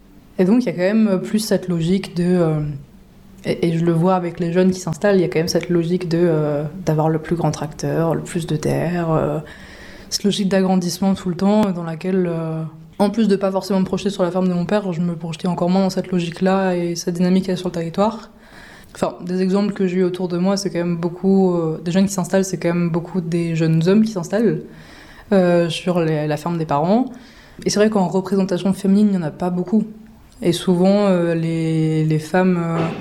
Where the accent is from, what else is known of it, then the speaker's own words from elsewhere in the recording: Grand Est, France; j'ai 22 ans. Je viens d'Alsace, un petit peu au sud de Strasbourg, où je suis née, où j'ai grandi